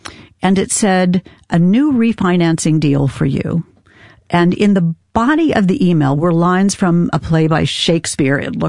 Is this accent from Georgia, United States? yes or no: no; Indiana, United States; now in Boston, United States; I grew up in Indiana, in really rural Indiana.